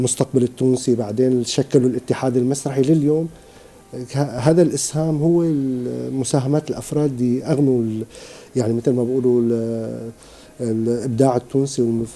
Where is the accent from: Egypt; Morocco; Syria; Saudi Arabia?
Syria; now in Tunisia; وأنا بالنسبة لي كسوري مقيم في تونس